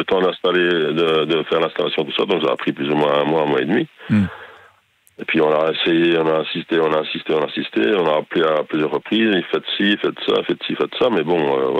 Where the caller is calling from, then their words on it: Virton, Wallonia, Belgium; Et moi, je suis de Virton